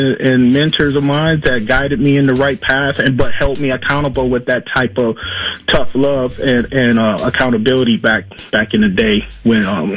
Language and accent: English; Saint Paul, Minnesota, United States; I grew up in the Rondo community, played all my sports, if not all.